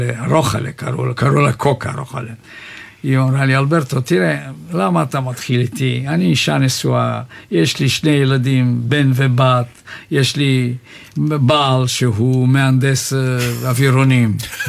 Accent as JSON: {"language": "Hebrew", "country": "Bulgaria", "second_language": "Hebrew", "moved": "yes", "lives_now": "Israel", "said": "אבל אני מבולגריה"}